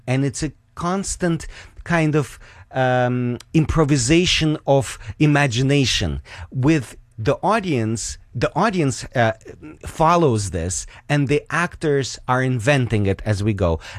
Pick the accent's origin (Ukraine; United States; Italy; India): Ukraine; moved away; I'm from Ukraine originally